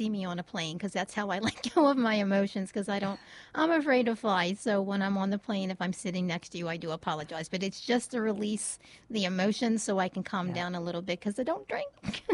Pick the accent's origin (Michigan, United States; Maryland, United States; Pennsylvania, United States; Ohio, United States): Maryland, United States; Baltimore; This probably shows my age a little bit, but I grew up in Baltimore City